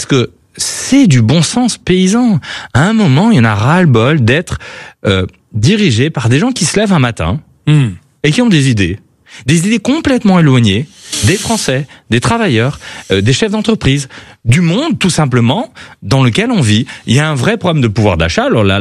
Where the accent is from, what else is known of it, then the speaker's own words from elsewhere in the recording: Grand Est, France; Moi, je suis alsacien